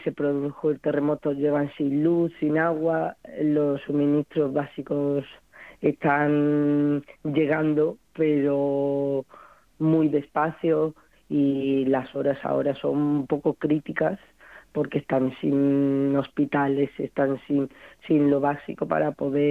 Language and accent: Spanish; Pereira, Risaralda, Colombia; now in Spain; yo soy de Risaralda, que es la comunidad donde más ha afectado el terremoto, y precisamente en Pereira, que es donde han caído muchísimos edificios, toda mi familia está allí, mi padre actualmente está viviendo allí